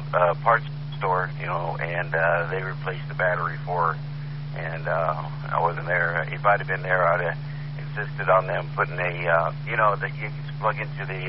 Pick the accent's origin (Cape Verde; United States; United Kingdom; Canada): United States; Midwest; I never heard of the popcorn test on the seed, and I grew up in the Midwest, so that's a new one on me.